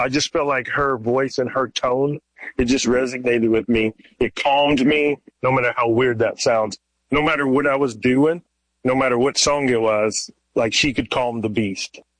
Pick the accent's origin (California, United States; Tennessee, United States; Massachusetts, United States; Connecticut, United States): Tennessee, United States; moved away as an adult; I'm originally from East Tennessee.